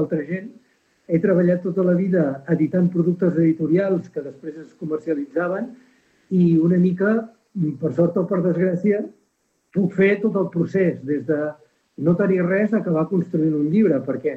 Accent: Camprodon, Catalonia, Spain; de Camprodon. Vaig néixer a Camprodon als quatre cantons. El que passa que vaig estudiar fora.

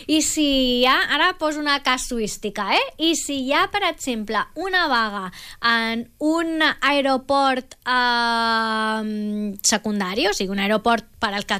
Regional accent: Mallorca, Balearic Islands, Spain; Jo, que soc de Mallorca

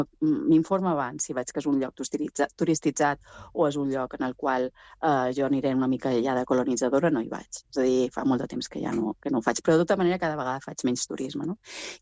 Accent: Balearic Islands, Spain; jo venc de Mallorca, tota la meva vida ens han dit que nosaltres vivim del turisme, que sense el turisme érem pobres

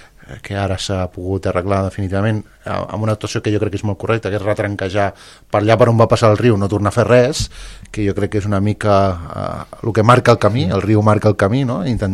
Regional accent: Calafell, Catalonia, Spain; jo soc de Calafell, però he treballat molts anys aquí a Cubelles, i ja des de ben petit ja venia a la desembocadura

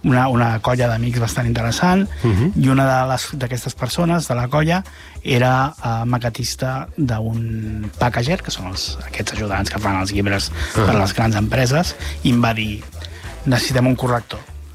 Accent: Sabadell, Catalonia, Spain; jo soc de Sabadell

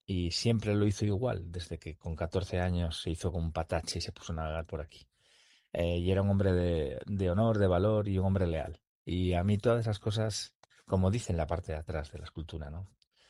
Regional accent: Gijón, Asturias, Spain; mi madre tenía familia aquí en Avilés, yo soy de Gijón

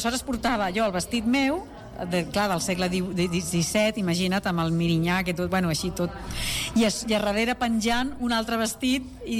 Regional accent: Barcelona, Catalonia, Spain; now in Madrid, Spain; Perquè sóc del Mediterrani. I quan vaig marxar tan jovenet a viure a Madrid, sempre m'he enyorat molt del mar

